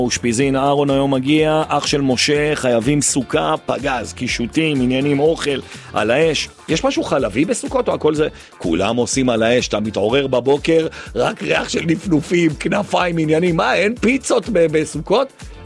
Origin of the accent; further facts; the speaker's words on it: Jerusalem, Jerusalem District, Israel; ירושלמי לירושלמי